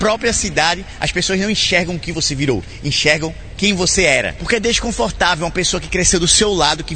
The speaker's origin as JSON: {"language": "Portuguese", "town": "Caruaru", "region": "Pernambuco", "country": "Brazil", "tie": "born or raised there", "moved": "as an adult"}